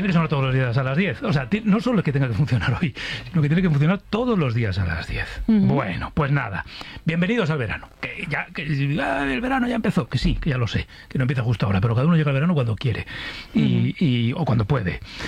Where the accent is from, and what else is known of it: Navarre, Spain